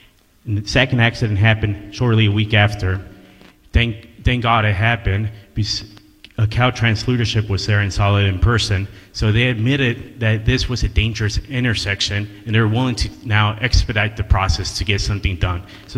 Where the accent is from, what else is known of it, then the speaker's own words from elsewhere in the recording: Stratford, California, United States; I grew up in a rural town. I grew up here in Stratford. I saw the needs of our community.